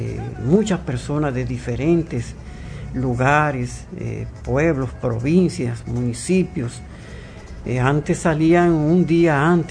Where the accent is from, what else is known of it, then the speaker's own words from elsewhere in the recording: La Vega, Dominican Republic; nosotros somos veganos, somos de La Vega. Y nosotros vivimos desde pequeños lo que fue esa tradición de ir al Santo Cerro a escuchar la misa.